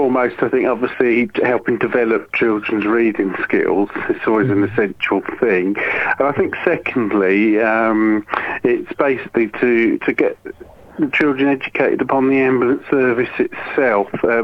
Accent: Norwich, East of England, United Kingdom; also born or lived in Worcester; I grew up in Norwich, actually. I was born in Worcester.

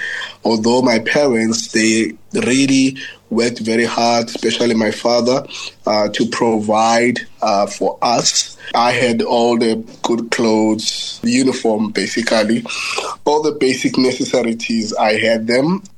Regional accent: Ilitha Park, Eastern Cape, South Africa; Growing up in Ilitha Park, Ilitha Park is a suburb in South Africa that was catered for people that were working for the government.

